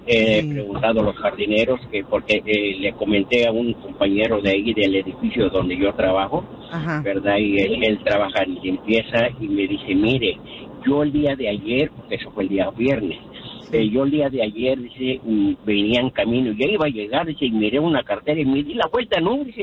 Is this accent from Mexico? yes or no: yes; Nicolás Romero, State of Mexico, Mexico; now in Los Angeles, United States; Bueno, yo pues soy del Estado de México, Nicolás Romero, Estado de México. Tengo 32 años aquí en Los Ángeles.